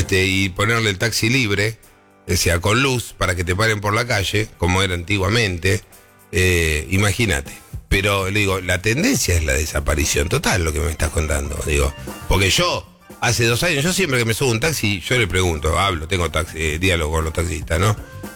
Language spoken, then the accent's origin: Spanish; Argentina; Soy argentino, pienso mal.